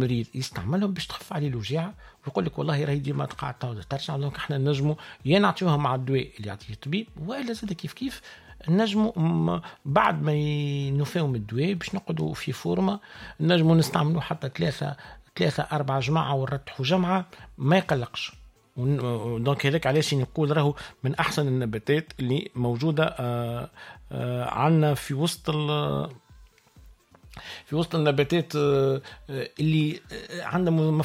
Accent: Sahel, Tunisia; كما نقولوا احنا عندنا في الساحل

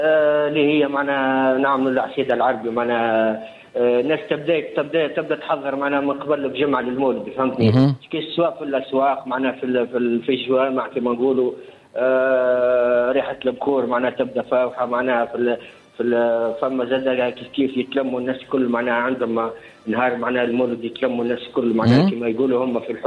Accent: Djerba, Medenine, Tunisia

